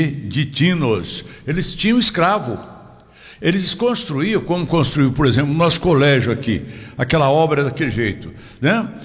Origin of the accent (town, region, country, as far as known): Brazil